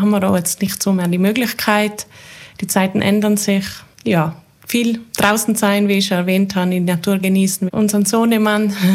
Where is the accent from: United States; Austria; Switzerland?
Austria; Häselgehr, Tyrol; Ich habe das Glück gehabt, dass ich da aufgewachsen bin in Heselgär.